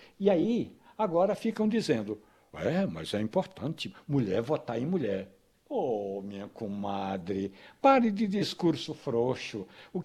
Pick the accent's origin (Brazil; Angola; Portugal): Brazil; Carnaíba, Pernambuco; E aí eu me lembro do grande compositor pernambucano … lá de Carnaíba, de onde eu venho.